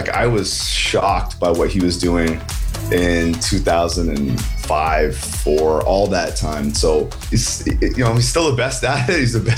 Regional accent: Canada; People were like, you guys, we're from Canada making hip-hop and R&B, and people, like in America, would be like, don't joke around with me.

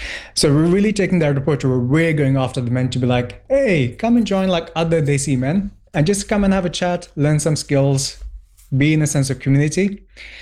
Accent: Pakistan; now in United Kingdom; I was raised in Pakistan until we immigrated to the UK.

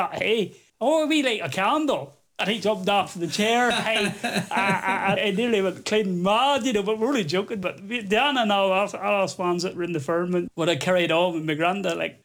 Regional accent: Ballymoney, Northern Ireland, United Kingdom; accent: Ulster Scots; I'm up from the north coast, up from Ballymoney, you call it the town.

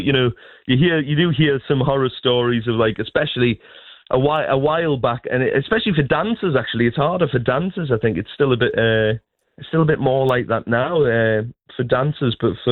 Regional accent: North East England, United Kingdom; accent: Northeast

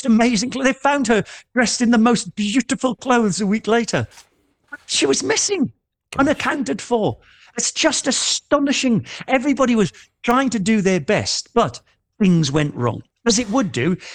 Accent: North Shields, North East England, United Kingdom; born or raised there

